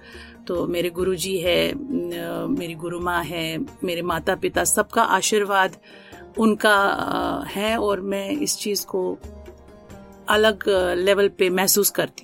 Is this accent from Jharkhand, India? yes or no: no; Jammu and Kashmir, India; ये मेरी भाग्य की बात है कि मैं कश्मीर से जुड़ी हूँ, मैं कश्मीरी हूँ, कश्मीरी पंडित हूँ